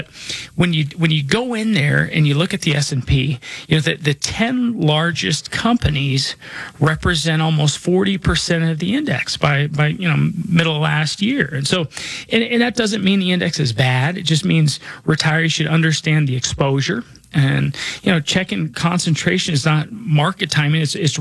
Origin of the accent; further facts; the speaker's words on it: Denver, Colorado, United States; I was born and raised in Denver. I'm not just licensed here, Jackie. I was born and raised here. I grew up off of Hamden and I-25, went to Holly Hills Elementary School, went to Cherry Creek High School